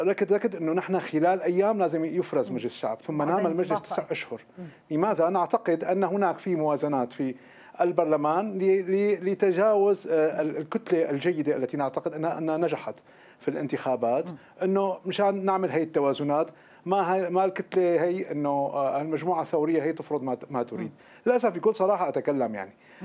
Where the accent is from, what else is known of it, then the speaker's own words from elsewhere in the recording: Damascus, Damascus Governorate, Syria; على مستوى مدينتي دمشق وعلى مستوى كل المحافظات